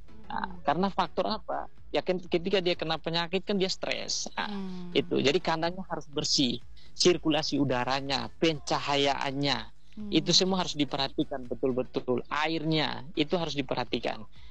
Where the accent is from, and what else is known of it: Indonesia